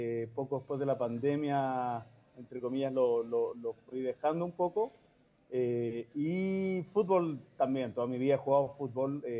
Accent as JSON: {"language": "Spanish", "country": "Chile", "said": "somos seleccionados chilenos"}